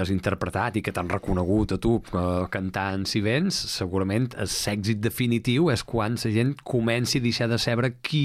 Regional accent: Balearic Islands, Spain; parlam de la música d'arrel i d'aquella que ens identifica com a menorquins, que forma part del repertori popular

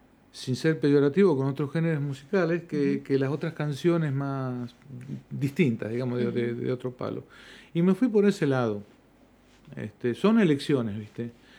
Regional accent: Tartagal, Salta, Argentina; born there; also born or lived in Rosario / Jujuy / Chubut; now in Mendoza, Argentina; Te puedo decir, mira, nací en Tartagal, me bautizaron en Rosario de Santa Fe. Mi cédula de identidad es de Jujuy, mi primer DNI es de Comodoro Rivadavia, provincia de Chubut.

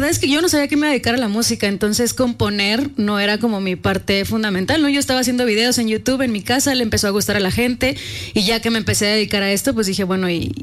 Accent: Delicias, Chihuahua, Mexico; moved away; also born or lived in Jiménez, Chihuahua / Mexico City / Xalapa; De Jiménez, Chihuahua, así sí, es. Crecí en Delicias, nací en Jiménez, viví en Chihuahua

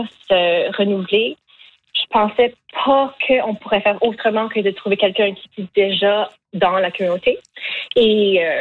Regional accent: Acadia, Canada; born there; Donc, moi, en tant que personne qui était née en Acadie, moi, je ne trouve pas que mon accent est laid. Je trouve que mon français, tu sais, j'ai grandi entre deux langues

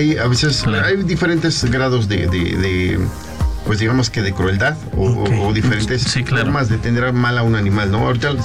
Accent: Naucalpan, State of Mexico, Mexico; nosotros somos de Naucalpan, de San Francisco Chimalpa. Entonces, bueno, pues es una zona semiurbana.

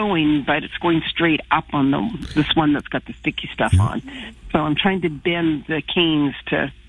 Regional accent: British Columbia, Canada; born or raised there

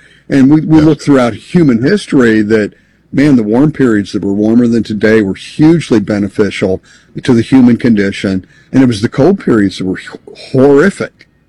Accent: Pennsylvania, United States; I'm from my home state of Philadelphia or of Pennsylvania

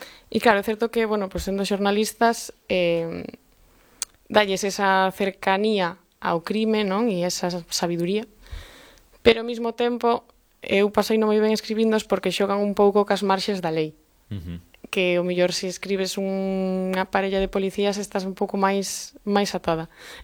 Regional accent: Galicia, Spain; A ver, eu penso en galego, quero dicir, o galego é a miña lingua nai, na que me defendo evidentemente en castelán, pero a mí o que naturalmente me sae é o galego

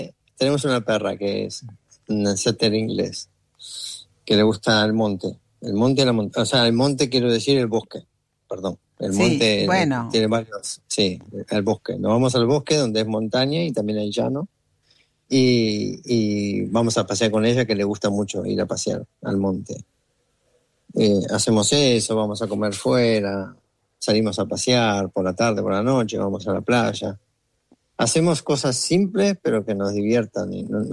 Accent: Chivilcoy, Buenos Aires Province, Argentina; born there; Ahora, que digo que yo soy nacido en Chivilcoy, que el otro día escuchaba que estabas hablando con Fernanda, que sus papás vivían en Chivilcoy, y levanté la oreja porque no he encontrado en 24 años a nadie que sea de mi pueblo.

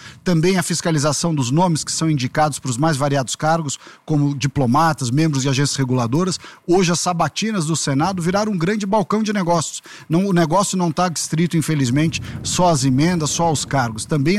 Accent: São Paulo, Brazil; eu sou paulista, conheço São Paulo, os problemas de São Paulo, tenho São Paulo no meu coração. Nasci aqui, de uma família paulista, moro aqui, meus filhos estão aqui

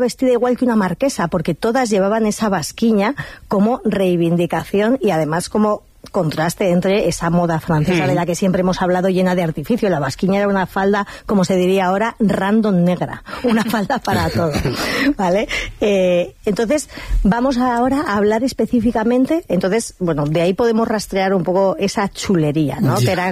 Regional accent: Community of Madrid, Spain; Porque yo chulita yo no soy y todos los madrileños no somos chulitos

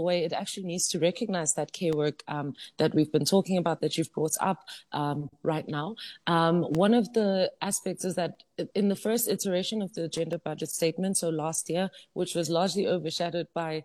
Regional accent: Emalahleni, Mpumalanga, South Africa; I think about where I grew up in Emalahleni in Witbank. Yes, it's a coal mining town and it's well known for that.

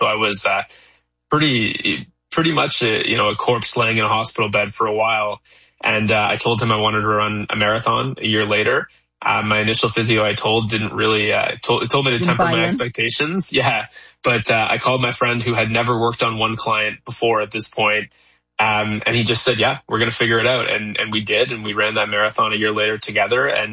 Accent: Kanata, Ontario, Canada; I'm born and raised in Kanata.

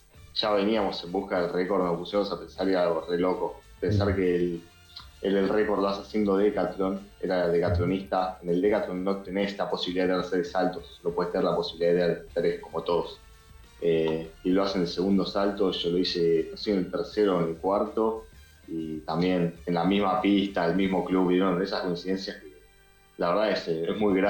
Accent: Monte Grande, Buenos Aires Province, Argentina; Yo soy de Monte Grande, pero practicaba también en un club de acá de Monte Grande.

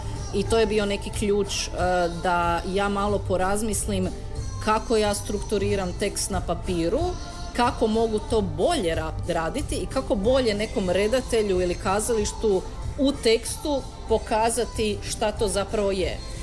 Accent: Kutina, Sisak-Moslavina County, Croatia; ja sam iz Kutine, ja sam ono dijete iz zajedničke klase iz Kutine

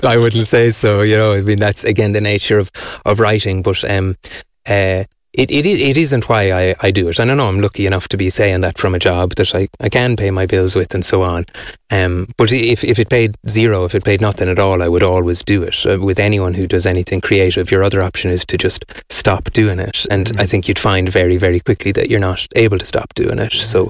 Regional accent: Mayo, Connacht, Ireland; where I grew up in Mayo. And it's amazing, you know, that Mayo is not very far from Wexford

